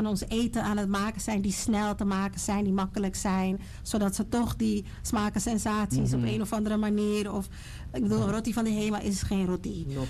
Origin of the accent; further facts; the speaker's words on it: Amsterdam, North Holland, Netherlands; Dus ik moet zeggen, ik ben opgegroeid in Zuidoost, Gein, Holendrecht, Ragensbos